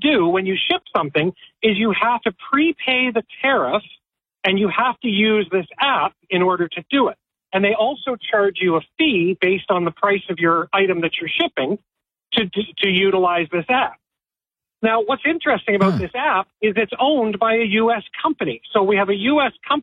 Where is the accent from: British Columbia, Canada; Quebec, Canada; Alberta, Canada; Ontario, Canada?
Alberta, Canada; Zonos, Z-O-N-O-S, or Z, actually, because we're Canadian.